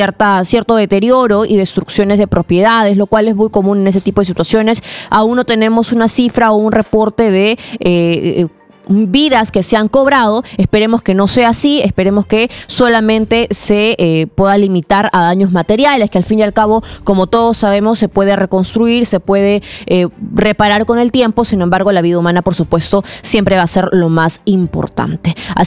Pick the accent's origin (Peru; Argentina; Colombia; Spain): Peru; nosotros como peruanos